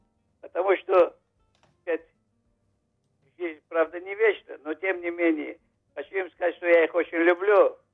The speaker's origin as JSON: {"language": "Russian", "town": "Baku", "country": "Azerbaijan", "tie": "born or raised there", "said": "я из Баку, из Азербайджана."}